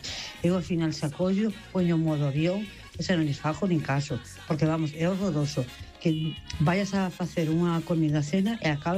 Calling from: Oleiros, Galicia, Spain; de Oleiros.

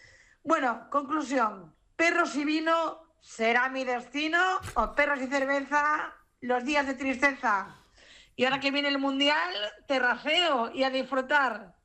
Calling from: Marín, Galicia, Spain; de Marín.

